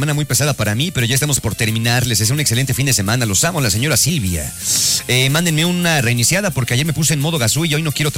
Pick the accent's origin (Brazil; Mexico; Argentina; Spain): Mexico; La mejor del mundo somos nosotros, los mexicanos